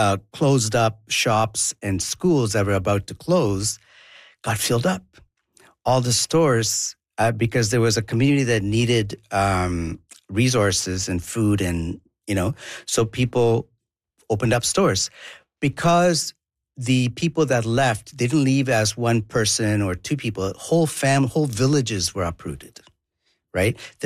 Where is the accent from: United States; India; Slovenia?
India; South India; first language Tamil; English is a second language; So I grew up, I was raised, born and raised in India, in southern India. I'm also Tamil heritage, so my mother tongue is Tamil.